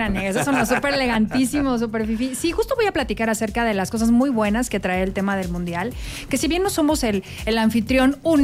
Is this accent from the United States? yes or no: no; Mexico